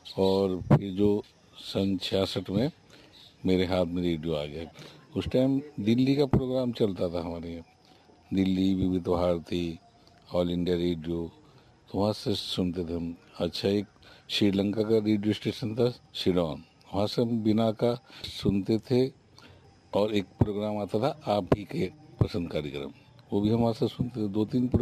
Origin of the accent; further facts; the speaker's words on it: Mirzapur, Uttar Pradesh, India; आज एक ब्लैंड आदमी हूँ और मैं मिर्जापुर का रहने वाला हूँ और मैं काफ़ी टाइम से रेडियो से जुड़ा हुआ हूँ। मेरा जन्म सन 1957 को हुआ था और उसके बाद सन 64 में मेरी आँखें चली गईं।